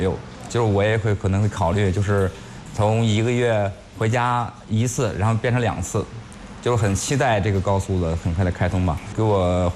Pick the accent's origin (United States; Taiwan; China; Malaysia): China; Zaoqiang, Hebei; moved away as an adult; now in Yanshan, China; 我老家是衡水枣强人